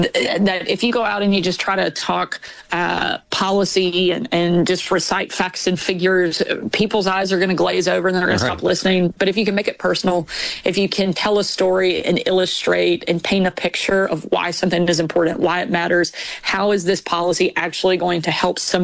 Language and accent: English; Arkansas, United States; I was born and raised in Arkansas. I love this state. This is home for us.